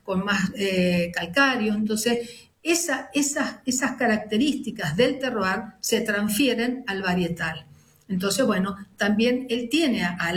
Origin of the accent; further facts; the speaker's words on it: San Juan, Argentina; born there; now in Mendoza, Argentina; Soy sanjuanina, sí. Exactamente, viviendo en Mendoza hace más de casi 45 años